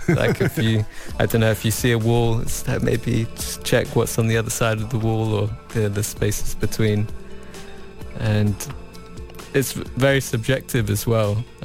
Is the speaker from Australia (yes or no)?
yes; Australia; now in Portugal; because I grew up in Australia.